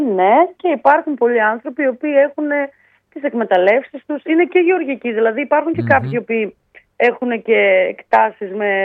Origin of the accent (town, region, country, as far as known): Samothrace, Eastern Macedonia and Thrace, Greece